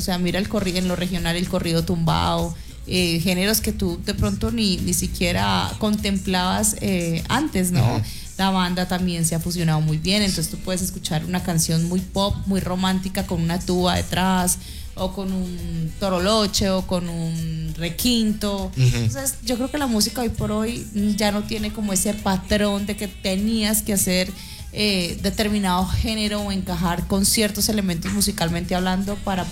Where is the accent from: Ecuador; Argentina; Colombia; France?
Colombia; viene Feria de Flores en mi país, Colombia, vienen muchas presentaciones